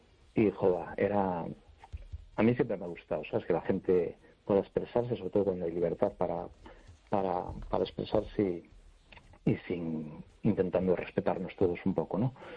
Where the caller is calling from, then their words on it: A Coruña, Galicia, Spain; de Coruña.